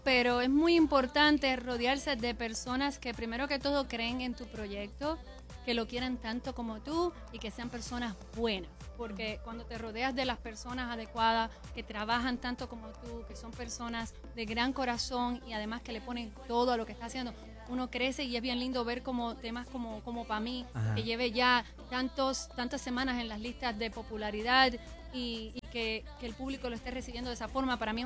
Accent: Cuba; moved away; En Cuba también lo había, en mi provincia, en el centro, porque en cada parte, tú sabes que el lugar tiene como su diferente música, y de donde yo soy, son muy de tríos, muy de rancheras, y eso es lo que se escuchaba en esa parte específicamente de Cuba

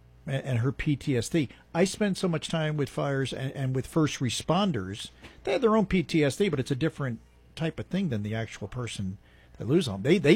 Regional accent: Jersey City, New Jersey, United States; This is like the Jersey part of me because I'm originally from Jersey City.

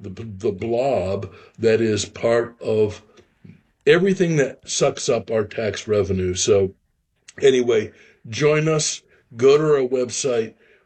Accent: California, United States; I'm from California

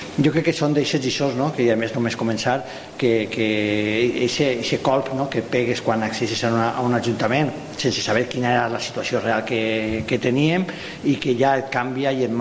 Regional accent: Alcoy, Valencian Community, Spain

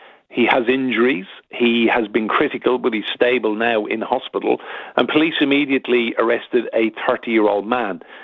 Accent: Ireland; Well, I'm Irish, Pat, so it's my adopted country and team.

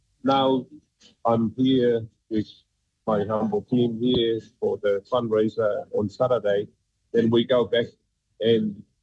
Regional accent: Tonga; English is a second language; me being a kid that born and raised in Tonga, I'm always keep my life very basic and very simple

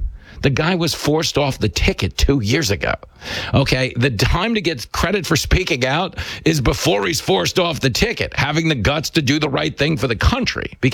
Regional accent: Levittown, New York, United States; growing up on Long Island in Levittown, New York in the 1980s.

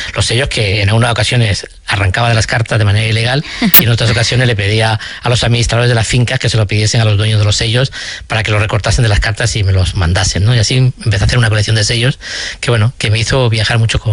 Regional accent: Córdoba, Andalusia, Spain; es mi ciudad natal, Córdoba, que es, como todo el mundo sabe, la ciudad del mundo con más lugares patrimonio de la humanidad.

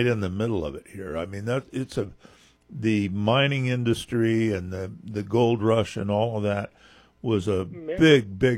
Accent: Los Angeles, California, United States; Well, that was raised in Los Angeles. I was born in Burbank, but I don't remember the red car.

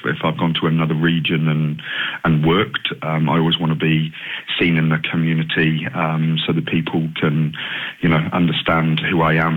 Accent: West Midlands, United Kingdom; born there; moved away; Well, I was born in just outside Birmingham

